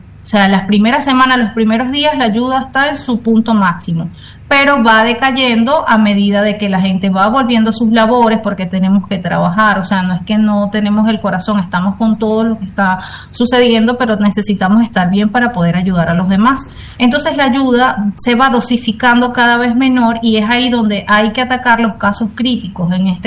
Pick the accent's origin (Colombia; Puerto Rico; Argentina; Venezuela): Venezuela; Entonces sí, ciertamente nosotros como venezolanos entre todos nos ayudamos.